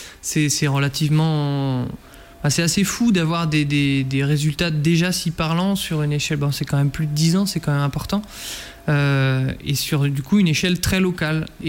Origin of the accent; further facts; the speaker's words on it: France